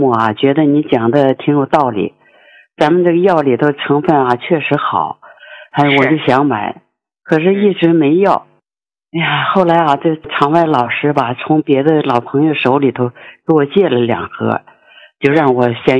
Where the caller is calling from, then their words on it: Hebei, China; 我家是河北的。